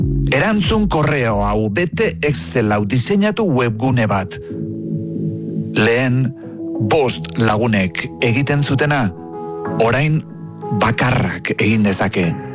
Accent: Zarautz, Basque Country, Spain; born there; Zarauztik atera

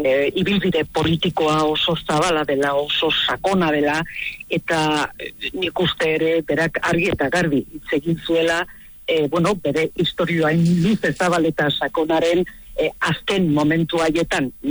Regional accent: Navarre, Spain

